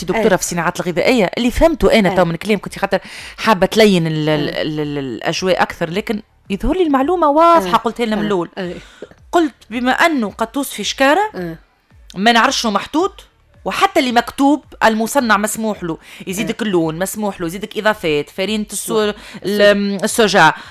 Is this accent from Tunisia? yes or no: yes; Tunisia